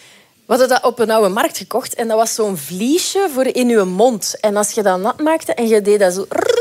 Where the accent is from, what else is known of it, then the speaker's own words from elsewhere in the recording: Moorsel, Flanders, Belgium; Van origineel van Moorsel.